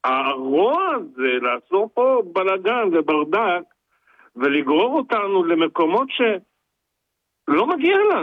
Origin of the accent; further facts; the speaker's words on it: Afula, Northern District, Israel; אני גדלתי בעיר קטנה, באפולה, עיירת פועלים, של אשכנזים ותימנים ורומנים וכולם יחד